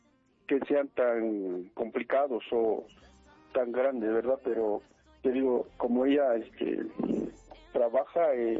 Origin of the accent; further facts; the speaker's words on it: Texcoco, State of Mexico, Mexico; Bueno, somos de aquí de Texcoco, Estado de México.